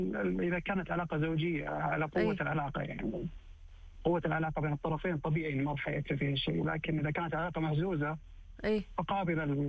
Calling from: Riyadh, Riyadh Province, Saudi Arabia; من الرياض.

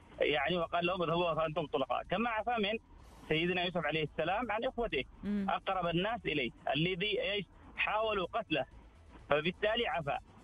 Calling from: Dammam, Eastern Province, Saudi Arabia; من الدمام.

